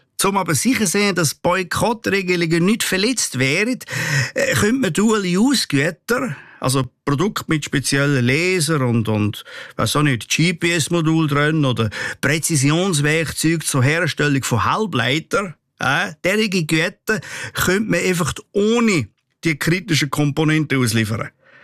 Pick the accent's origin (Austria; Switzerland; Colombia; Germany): Switzerland; da sind wir Schweizer nämlich weltweit führend